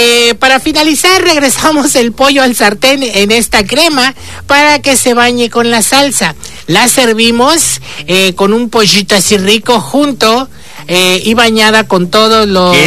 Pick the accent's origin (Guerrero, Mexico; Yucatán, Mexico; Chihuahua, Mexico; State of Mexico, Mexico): Yucatán, Mexico; Yo sí me siento orgullosamente yucateca porque